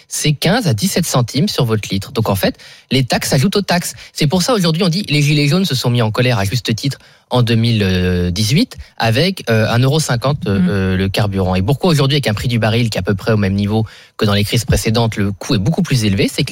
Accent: Boulogne-sur-Mer, Hauts-de-France, France; born there; Moi, je suis né à Boulogne-sur-Mer, qui était le premier port de pêche français.

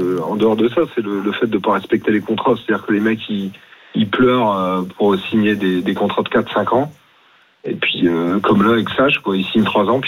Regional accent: Lille, Hauts-de-France, France; Je suis Lillois, donc c'est Flotovin.

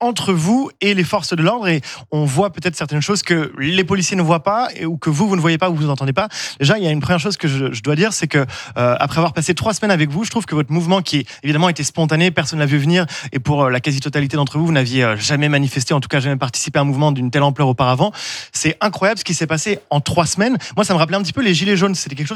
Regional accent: Brittany, France; moved away; moi je viens de Bretagne

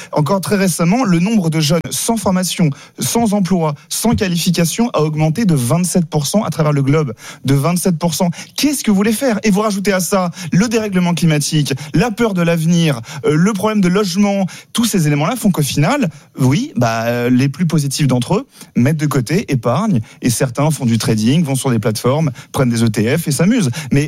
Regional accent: France; Mais rappelons-nous que nous sommes français et les Français, fiers comme nous sommes, avons coupé la tête du roi.

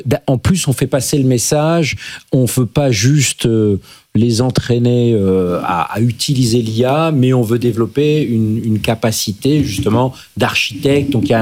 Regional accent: France; chez nous en France

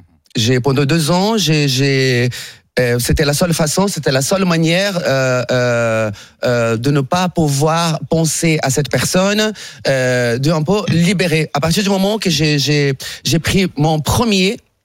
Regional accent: Brazil; now in France; chez moi au Brésil, dans ma ville.

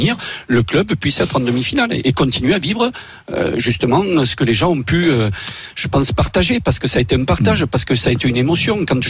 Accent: Nouvelle-Aquitaine, France; Oui, voilà, Laurent, je suis bien du Périgord. Merci. Et bien un vrai périgourdin.

